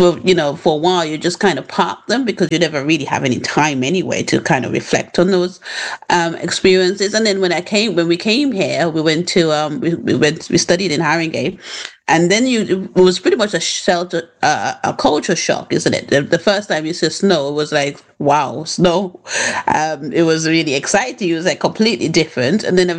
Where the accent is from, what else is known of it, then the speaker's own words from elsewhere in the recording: Montserrat; moved away; growing up in Montserrat.